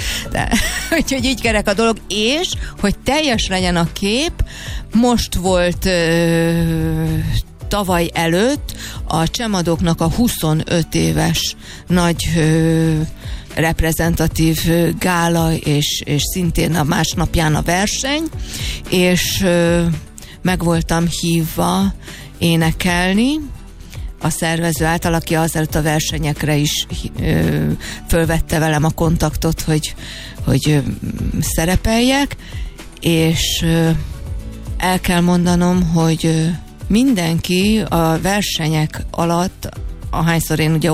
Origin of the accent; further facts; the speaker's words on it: Hungary; az egyedüli magyarországi aranykoszorús magyar nóta énekes voltam. Nem csak, hogy mint magyar aranykoszorús, hanem egyáltalán mint énekes Magyarországról.